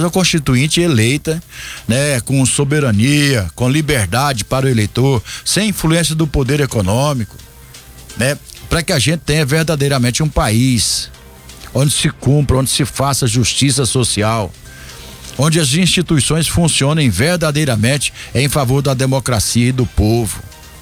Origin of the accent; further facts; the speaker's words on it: Brazil; Dói em mim também como brasileiro.